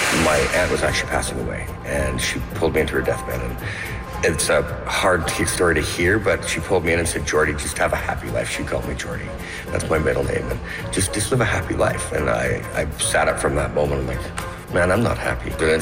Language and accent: English; Canada; now in Alberta, Canada; I'm a Canadian artist here based in Alberta, just south of Edmonton.